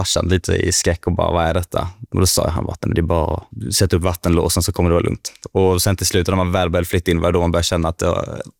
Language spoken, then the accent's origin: Swedish; Karlskrona, Blekinge, Sweden; now in Lund, Sweden; Jag är 20 år, jag kommer från Karlskrona. Och jag pluggar ju här i Lund på juristprogrammet